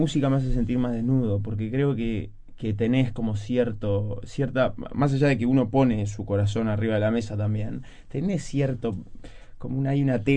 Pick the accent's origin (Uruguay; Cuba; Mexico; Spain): Uruguay; También porque somos uruguayos.